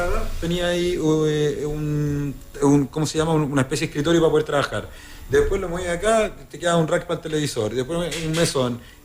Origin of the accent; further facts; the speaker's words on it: Chile; uno como chileno debería sentirse orgulloso